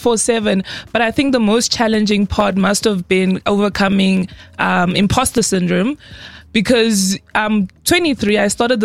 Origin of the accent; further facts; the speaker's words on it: Venda, Limpopo, South Africa; I grew up in Venda or Madombija, which is a very small village. And growing up in an underserved area